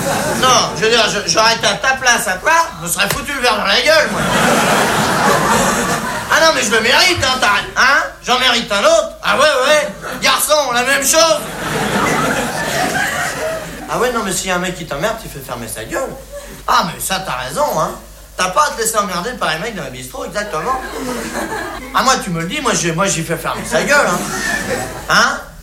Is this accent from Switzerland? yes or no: no; France; Ouais, ben, je suis bien placé, hein, je suis français.